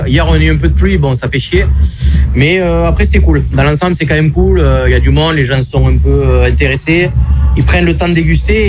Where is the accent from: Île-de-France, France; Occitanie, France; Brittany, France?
Occitanie, France; Mudaison; Moi je suis à côté, je suis de Mudaison, donc les mecs de Mogio qui font beaucoup de trimmers et tout ça.